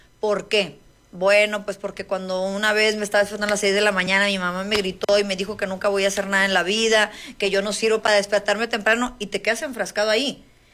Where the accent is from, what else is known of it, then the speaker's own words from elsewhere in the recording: Mexico; Yo soy chaparrita, mexicana, voluptuosita, y de pierna corta, ¿no?, como decimos.